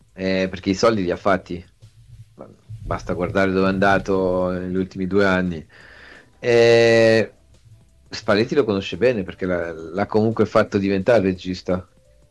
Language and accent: Italian; Bergamo, Lombardy, Italy; E so che a Bergamo, e tu lo sai che sono bergamasco